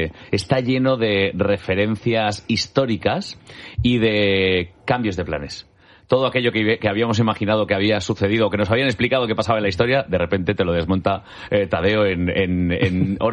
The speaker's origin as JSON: {"language": "Spanish", "town": "Castellón", "region": "Valencian Community", "country": "Spain", "said": "era como decimos en mi tierra, en Castellón"}